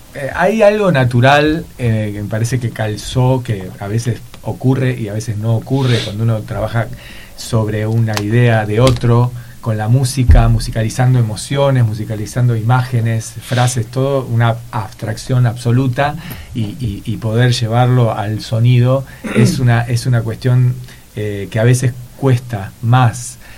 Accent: Rosario, Santa Fe, Argentina; yo soy rosarino, y mi relación es más con el litoral que con el mar

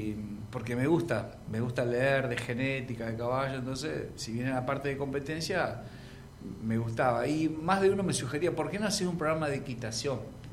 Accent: Luis Beltrán, Río Negro, Argentina; born there; also born or lived in Choele Choel; Entonces, en Beltrán no había para tener familia las mujeres. Entonces, teníamos que ir a Chuele.

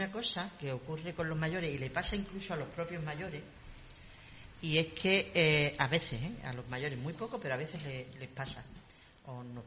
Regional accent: Cádiz, Andalusia, Spain; born there; En Cádiz capital. En el barrio Santa María.

